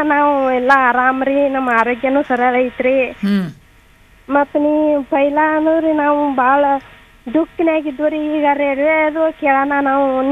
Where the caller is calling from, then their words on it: Karnataka, India; ನಾ ಸಂಪ್ರಾಯಿಂದ … ರೀ ಮೇಡಮ್.